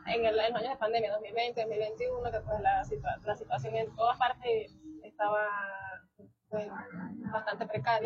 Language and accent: Spanish; Trujillo, Venezuela; now in Mérida, Venezuela; Yo como estudiante, pues mi hermano y yo vinimos de Trujillo a estudiar aquí a Mérida.